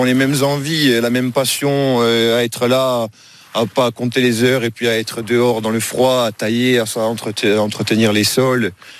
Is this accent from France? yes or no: yes; Oletta, Corsica, France; Alors nous … on vient tous d'Aulette. On habite là depuis toujours. Moi, je suis né ici. Mon père est né ici. Il est né dans la maison dans laquelle j'habite d'ailleurs.